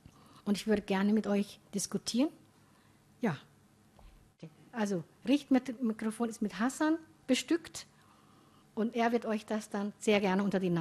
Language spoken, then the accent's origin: German; Somalia; Ich hatte eine Uniform in der Schule, wir hatten Kopftuchverbot 1974 in jeglichen Gebäuden, was jetzt als Waffe gegen kopftuchtragende Frauen benutzt würde, das war schon vor 40 Jahren in Somalia verboten.